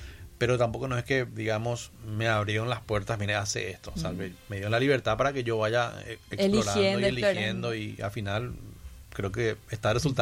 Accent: Paraguay; expresar quién soy yo como paraguayo

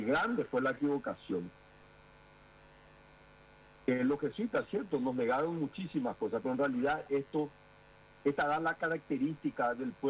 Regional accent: Paraguay; Y hoy es el momento que yo vengo a decirte como paraguayo, gracias, mi querido Escribano.

